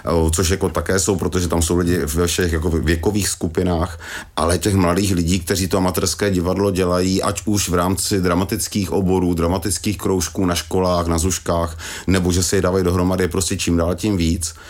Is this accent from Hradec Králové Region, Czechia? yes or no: no; Slavičín, Zlín Region, Czechia; já jsem taky původem ze Slavičína, což je středně velké město